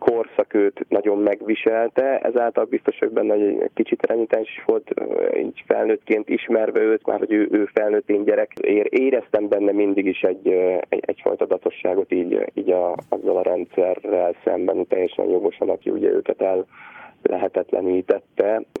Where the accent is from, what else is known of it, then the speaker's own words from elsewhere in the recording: Zánka, Veszprém County, Hungary; also born or lived in Tapolca; én 83-ban születtem Tapolcán, és Zánkán gyerekeskedtem